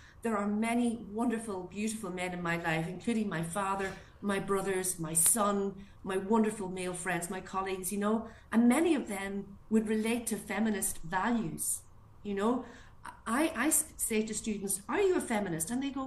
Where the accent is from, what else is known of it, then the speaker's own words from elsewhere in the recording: Donegal, Ulster, Ireland; I come from Donegal in Ireland.